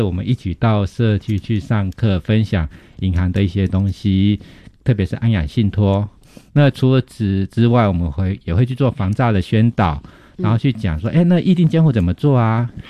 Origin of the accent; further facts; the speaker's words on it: Taiwan; 我发现其实我们台湾人常常忽略掉一个东西